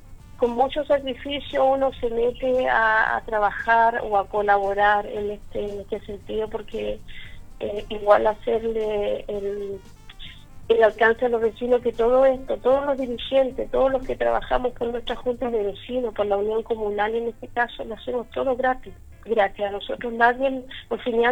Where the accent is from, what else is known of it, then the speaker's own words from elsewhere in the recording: Chile; now in Puerto Aysén, Chile; todos somos chilenos